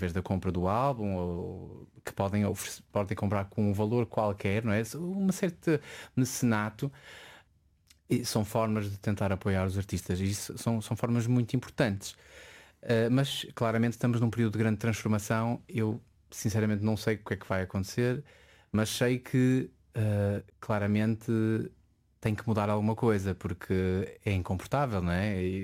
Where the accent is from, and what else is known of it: Porto, Portugal; born or raised there; also born or lived in Azores